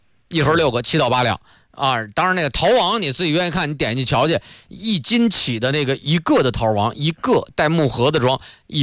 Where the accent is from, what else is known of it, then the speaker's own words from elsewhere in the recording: Jiangsu, China; 所以这咱们江苏人还是很幸福的啊